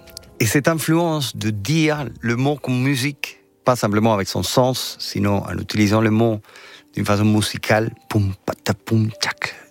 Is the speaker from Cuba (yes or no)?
yes; Pinar del Río, Cuba; Je suis de Pinar del Río, de la région ouest de Cuba, des terres de tabac, où il y a le meilleur tabac du monde d'ailleurs.